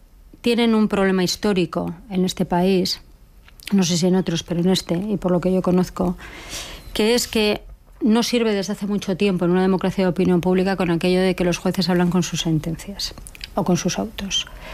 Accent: Basque Country, Spain; Esa acusación ha sido reiterada en mi tierra de la izquierda abertzale con los procedimientos abiertos por la vinculación por el terrorismo con ETA.

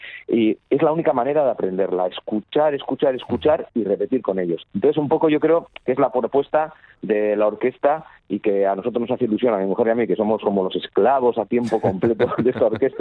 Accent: Basque Country, Spain; somos muchos intérpretes del País Vasco que vivimos y hemos vivido, sobre todo hay jóvenes, hemos vivido y viven fuera del País Vasco

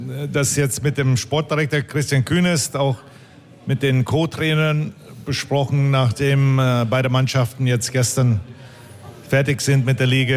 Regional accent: Winnipeg, Manitoba, Canada; moved away; als ich als Jugendlicher in Winnipeg aufgewachsen bin.

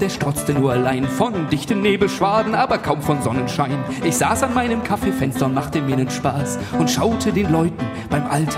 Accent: Neumünster, Schleswig-Holstein, Germany; Ich komme mit einem Mann aus Schleswig-Holstein, Neumünster.

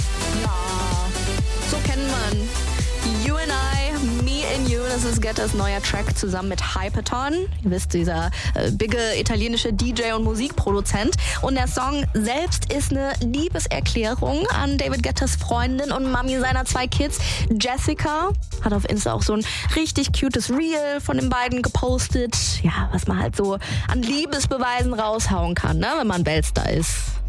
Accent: Saarland, Germany; Ja gut, meiner Heimat im Saarland würde ich dann jetzt sagen, ich hau mit dem Schlappe, du mit dem Schuh.

